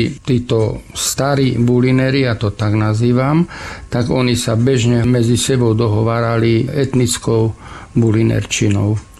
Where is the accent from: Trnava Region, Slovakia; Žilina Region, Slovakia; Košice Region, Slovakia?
Košice Region, Slovakia; Dobšiná; Narodil som sa a vyrastal som v Dobšinej, v nemeckej rodine. Môj otec bol nemeckej národnosti